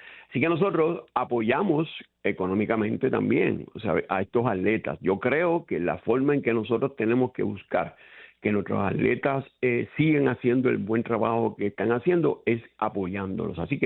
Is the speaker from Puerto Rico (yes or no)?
yes; Puerto Rico; no como trabajeño, sino como puertorriqueño